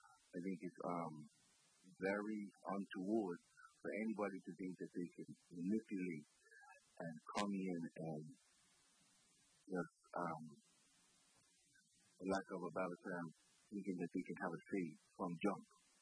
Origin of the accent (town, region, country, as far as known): Bermuda